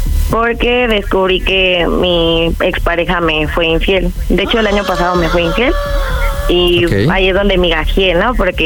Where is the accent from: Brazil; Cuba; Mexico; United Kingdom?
Mexico; Venustiano Carranza; 31 años y soy de Venustiano Carranza.